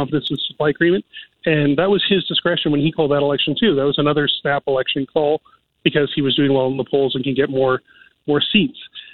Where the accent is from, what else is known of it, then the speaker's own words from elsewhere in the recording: Delta, British Columbia, Canada; So, you know, I'm from Delta originally.